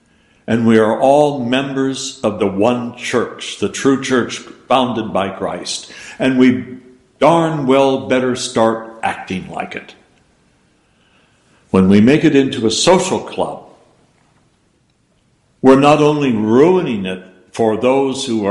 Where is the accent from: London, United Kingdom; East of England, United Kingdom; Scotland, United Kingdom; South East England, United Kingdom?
Scotland, United Kingdom; I'm a Scotsman, for gosh sakes. I am Orthodox, and I'm Russian Orthodox.